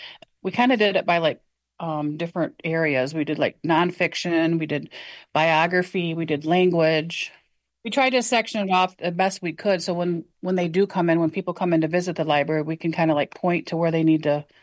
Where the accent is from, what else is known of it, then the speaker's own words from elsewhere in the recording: Mount Pleasant, Michigan, United States; I'm from the Saginaw Chippewa tribe in Mount Pleasant.